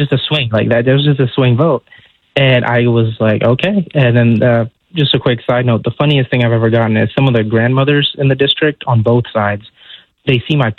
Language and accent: English; United States; I grew up in the United States.